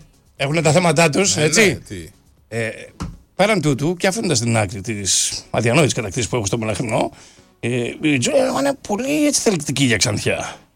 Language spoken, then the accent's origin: Greek; Greece; Εμείς που μεγαλώσαμε στη Δελφόν δεν είχαμε τέτοια.